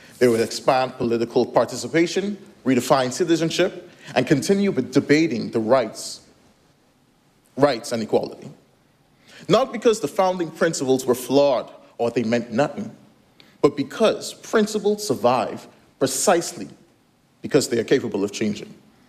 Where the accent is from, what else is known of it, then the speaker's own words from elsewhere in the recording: North Caicos, Turks & Caicos Islands; growing up in North Caicos, I was a proud Baptist boy.